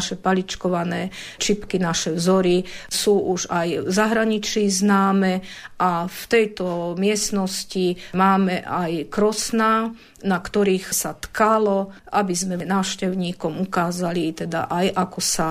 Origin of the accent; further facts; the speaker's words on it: Sucháň, Banská Bystrica Region, Slovakia; u nás v Sucháni